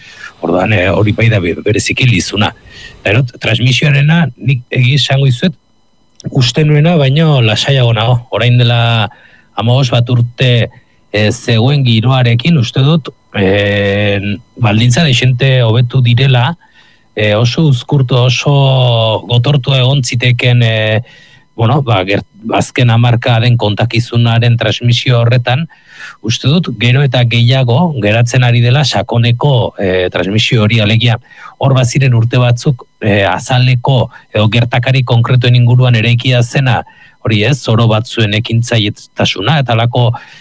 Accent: Basque Country, Spain; ni Gipuzkoarra naiz

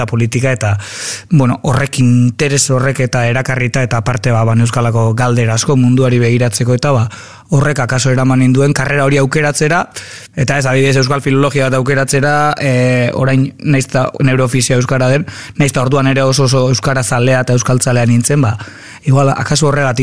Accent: Azpeitia, Basque Country, Spain; ni Azpeitiarra naiz, da nik ezagut 9 kuadrotan ezagutu nituen herriko 9 preso.

